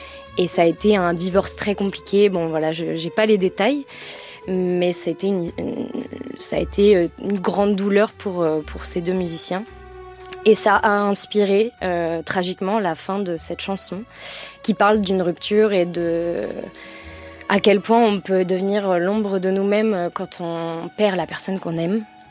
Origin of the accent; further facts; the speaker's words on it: Rennes, Brittany, France; Je suis originaire de Rennes, ouais.